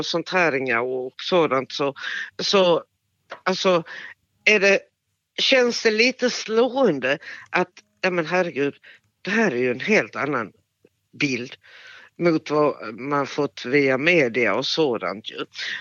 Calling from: Svalöv, Skåne, Sweden; Svalöv i Skånes kommun.

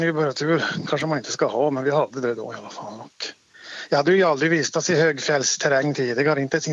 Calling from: Luleå, Norrbotten County, Sweden; från Luleå. Fast jag är inte hemma i Luleå nu. Jag är i inlandet.

